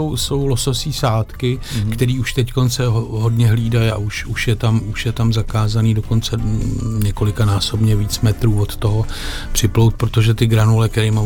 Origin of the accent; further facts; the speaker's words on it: Řež, Central Bohemian Region, Czechia; já jsem z Řeže u Prahy nad Vltavou vlastně